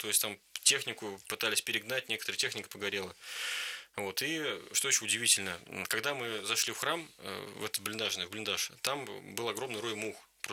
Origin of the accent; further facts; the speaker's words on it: Kirzhach, Vladimir Oblast, Russia; даже вот в нашем Ногинске или в Киржаче, откуда я родом